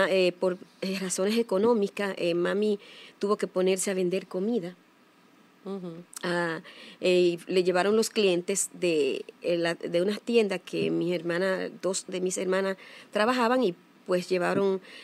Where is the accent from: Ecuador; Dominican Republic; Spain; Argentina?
Dominican Republic; San Francisco de Macorís, Duarte; born there; now in Santo Domingo, Dominican Republic; Nací en San Francisco de Macorís y inicié mis estudios primarios en San Francisco.